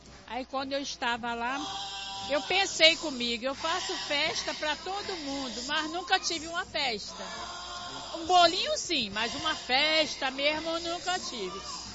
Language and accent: Portuguese; Brazil; eu venho do bairro da Penha